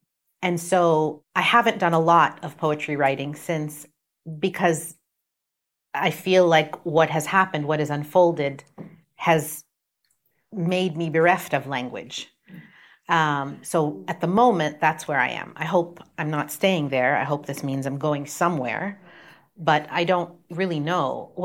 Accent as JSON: {"language": "English", "country": "Palestine", "said": "being Palestinian is the honor of my life."}